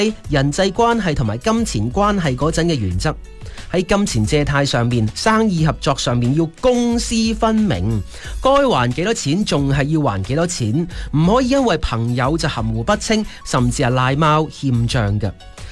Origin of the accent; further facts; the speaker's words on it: Guangdong, China; 我哋广东人一种非常之成熟而且理性嘅处世哲学